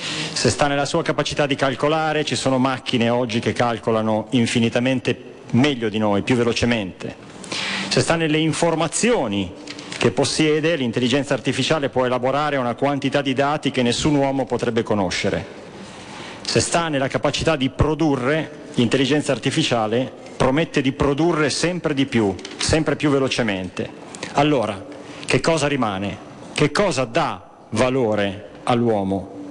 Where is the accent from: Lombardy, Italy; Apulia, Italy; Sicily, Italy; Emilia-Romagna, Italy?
Emilia-Romagna, Italy; Bologna; da bolognese particolarmente caro anche perché è stato il mio pastore, il cardinale Giacomo Biffi.